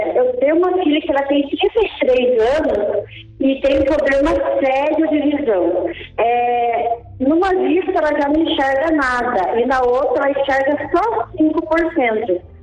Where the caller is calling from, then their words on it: Ipiranga, Paraná, Brazil; Eu falo de Ipiranga, do Paraná.